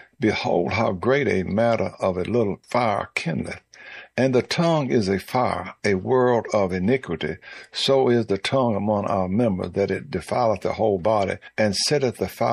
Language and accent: English; Cascade, Virginia, United States; Cascade, Virginia, my hometown.